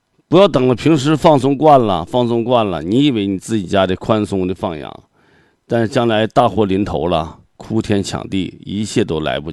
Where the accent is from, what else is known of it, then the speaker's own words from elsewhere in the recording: Heilongjiang, China; moved away; 我们黑龙江那边老家那边就是。